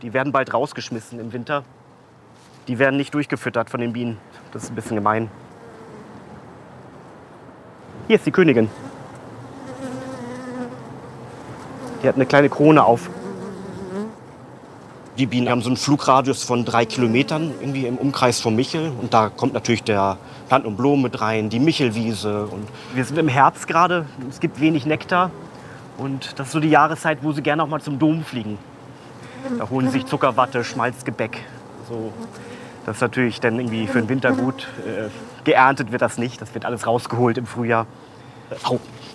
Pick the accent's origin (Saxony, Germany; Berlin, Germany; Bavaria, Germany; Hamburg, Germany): Hamburg, Germany; Ich bin nicht gläubig, aber der Michel hat für mich eine wahnsinnige Bedeutung. Ich bin Hamburger